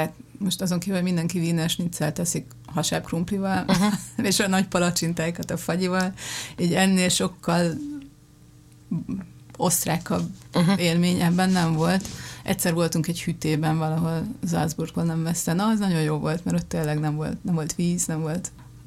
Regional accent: Hungary; Én nem az a magyar vagyok, aki állandóan Ausztriába járt, meg Bécsbe vásárolni.

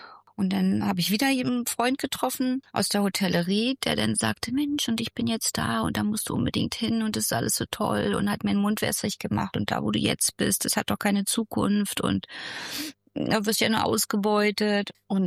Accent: Berlin, Germany; Und dann bin ich aber bei so einer kleinen Airline gelandet in meiner Heimat Berlin.

